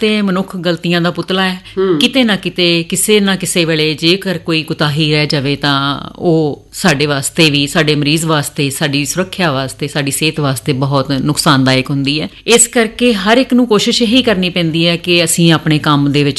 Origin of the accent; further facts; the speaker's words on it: Sultanpur Lodhi, Punjab, India; born there; also born or lived in Ludhiana / England; ਮੁੱਢਲੀ ਸਿੱਖਿਆ ਪਿੰਡ ਹੈਬਤਪੁਰ ਦੇ ਮਿਡਲ ਸਕੂਲ ਤੋਂ ਮੈਂ ਮੁੱਢਲੀ ਸਿੱਖਿਆ ਲਈ, ਫਿਰ ਹਾਈ ਸਕੂਲ ਜਿਹੜਾ ਉਹ ਸੁਲਤਾਨਪੁਰ ਲੋਧੀ ਤੋਂ ਹੋਇਆ